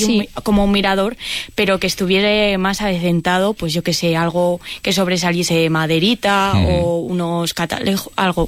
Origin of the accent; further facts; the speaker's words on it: La Rioja, Spain; no es porque sea mi pueblo